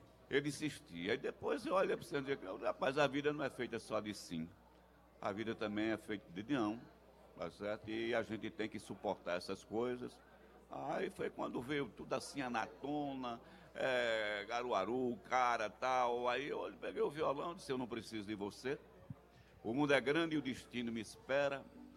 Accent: Caruaru, Pernambuco, Brazil; now in Recife, Brazil; Eu sou de Caruaru.

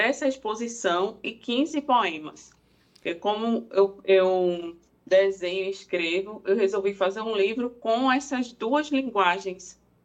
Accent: Brazil; born there; now in Timbaúba, Brazil; Eu nasci em Cambé e moro aqui em Timbaúba.

